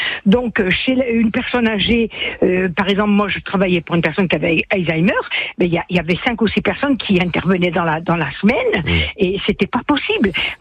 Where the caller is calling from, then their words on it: Furiani, Corsica, France; moi j'habite à Fouriani